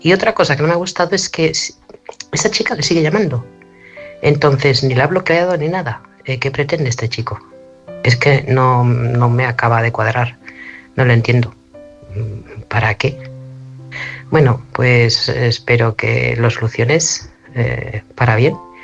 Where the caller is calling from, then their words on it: Barcelona, Catalonia, Spain; Hola, buenas noches. … de Barcelona.